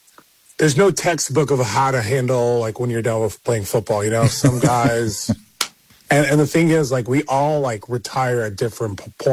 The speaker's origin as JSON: {"language": "English", "town": "Centerville", "region": "Ohio", "country": "United States", "tie": "born or raised there", "also_born_or_lived": "New Jersey", "said": "So they immigrated from Nigeria to United States just for a better opportunity. So I was born in New Jersey. And then from there, I worked my way to Centerville."}